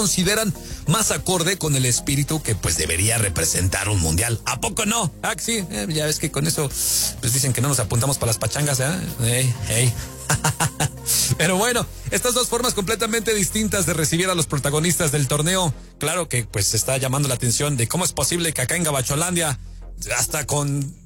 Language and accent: Spanish; Mexico; now in United States; en México, fíjate, ¿eh?, cómo somos los mexicanos